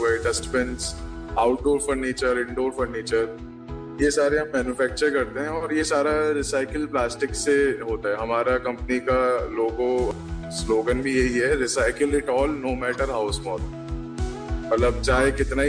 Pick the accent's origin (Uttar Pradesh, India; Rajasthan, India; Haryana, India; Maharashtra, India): Rajasthan, India; Jaipur; और मैं जयपुर से बिलोंग करता हूँ।